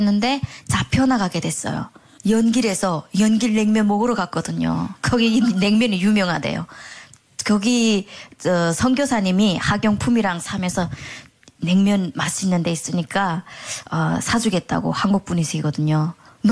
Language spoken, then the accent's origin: Korean; North Korea; 우리 북한에서 왔고 하니까.